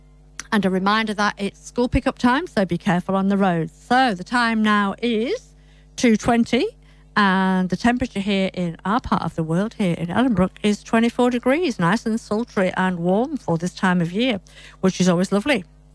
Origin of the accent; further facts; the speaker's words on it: North West England, United Kingdom; accent: British English; also born or lived in Yorkshire; now in Swan Valley, Australia; We get a lot of rain in the part of the world I come from. I was born in Yorkshire but grew up in Lancashire, which is not far from Manchester, which is known to be a very wet place with lots of rain.